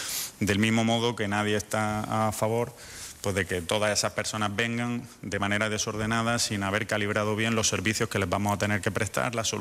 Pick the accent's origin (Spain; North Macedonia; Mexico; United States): Spain; del mayor productor de aceite de oliva del mundo, que somos los españoles